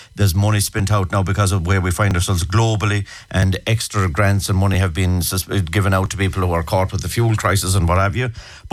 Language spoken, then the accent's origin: English; Ireland